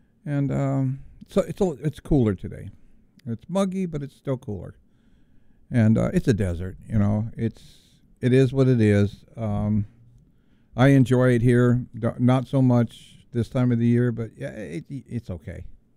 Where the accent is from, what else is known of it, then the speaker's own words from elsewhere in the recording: California, United States; moved away; I'm from California.